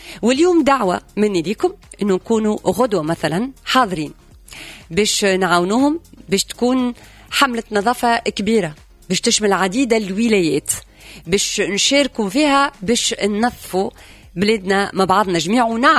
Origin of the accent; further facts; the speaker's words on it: Tunisia; بلادنا تونس الخضراء